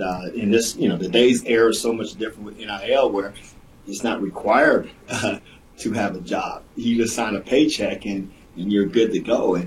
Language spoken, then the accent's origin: English; Indianapolis, Indiana, United States; now in Scottsdale, United States; growing up in Indiana with the Indy 500 this weekend.